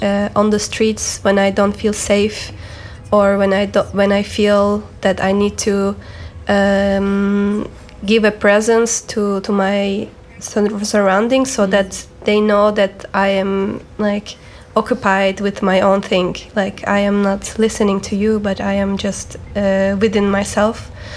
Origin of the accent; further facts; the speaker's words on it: Istanbul, Turkey; moved away; for me it's such a symbol of my hometown, like neighborhood, because like in Istanbul there are so many public transportation